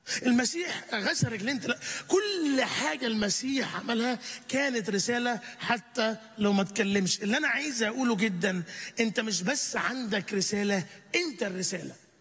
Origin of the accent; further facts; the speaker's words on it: Egypt; حاسس دول عندنا في مصر هم دول بس اللي موجودين.